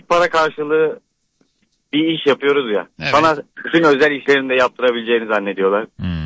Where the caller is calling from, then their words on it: Istanbul, Turkey; ben İstanbul'dan arıyorum.